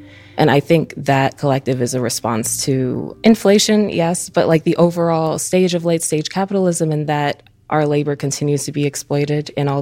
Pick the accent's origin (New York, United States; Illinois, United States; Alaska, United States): Illinois, United States; Oak Park; now in Chicago, United States; I grew up in Oak Park. Right now I'm living in Rogers Park, and I've been in Chicago for the past 4 years.